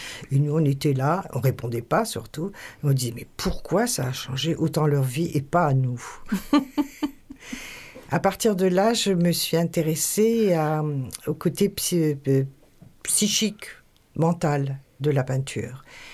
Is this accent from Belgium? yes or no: no; eastern France, France; also born or lived in Paris / Massif Central; now in Montpellier, France; Ah, c'est une histoire complexe, mais d'où je viens, j'ai commencé dans l'est de la France, puis je me suis baladée sur Paris, le Massif Central, et j'ai atterri à Montpellier.